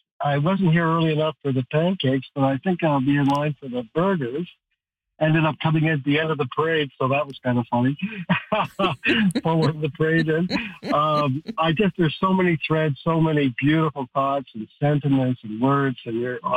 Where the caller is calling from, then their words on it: Chetwynd, British Columbia, Canada; I'm calling you from beautiful downtown Chetwynd, population maybe 2,500 in northern BC.